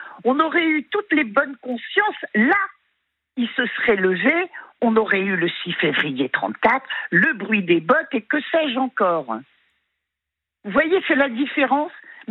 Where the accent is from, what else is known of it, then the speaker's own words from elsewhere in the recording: France; Je suis française, je vis en France, j'assume et je fais ce que je veux.